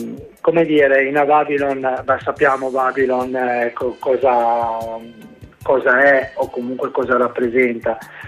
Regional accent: Genoa, Liguria, Italy; nel nostro dialetto, nella nostra lingua, c'è un po' un mix di tutto questo. Nel genovese ci sono, esempio, 500 termini di origine araba

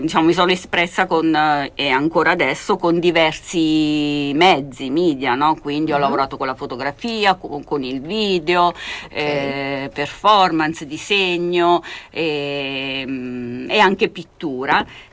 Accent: San Benedetto del Tronto, Marche, Italy; moved away as an adult; now in Bologna, Italy; Sono di San Benedetto del Tronto. Okay. Nelle Marche, e sono qui dal 96

